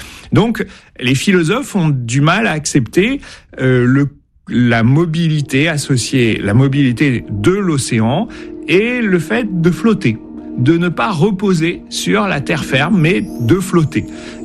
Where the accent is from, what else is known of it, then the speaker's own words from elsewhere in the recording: Nouvelle-Aquitaine, France; mais j'ai grandi dans les Landes, le littoral atlantique c'est une région que j'aime beaucoup